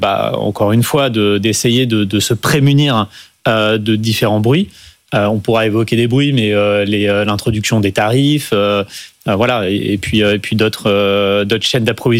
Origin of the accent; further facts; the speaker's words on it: France; on est français, on veut investir dans notre économie